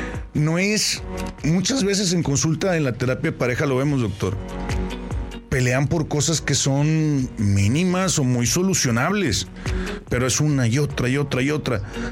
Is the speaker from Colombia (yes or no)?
no; Mexico; no nada más exclusivo de nosotros como mexicanos